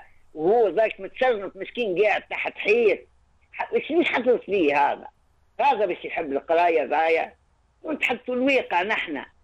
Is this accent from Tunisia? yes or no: yes; Tunisia